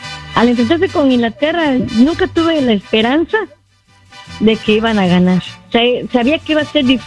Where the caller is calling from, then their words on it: Mexico; Soy mexicana, amo mi país